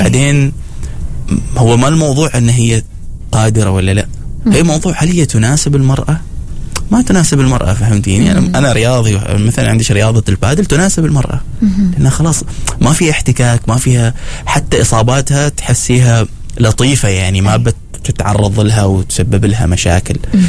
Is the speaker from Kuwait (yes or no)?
no; Oman